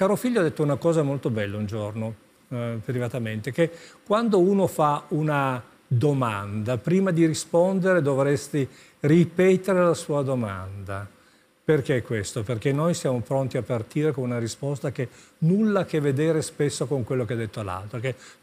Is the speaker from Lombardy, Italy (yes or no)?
no; Turin, Piedmont, Italy; siamo torinesi